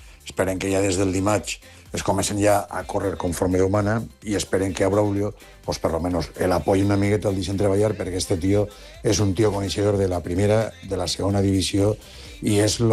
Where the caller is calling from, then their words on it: Valencia, Valencian Community, Spain; del Canyamelar.